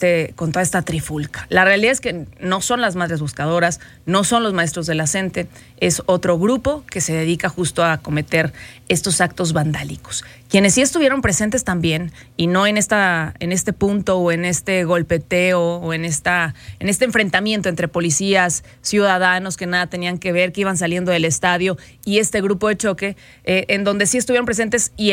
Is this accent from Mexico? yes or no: yes; Mexico; usted sabe cómo somos los mexicanos